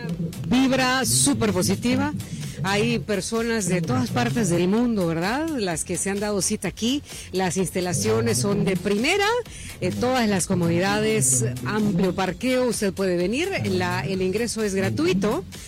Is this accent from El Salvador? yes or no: yes; El Salvador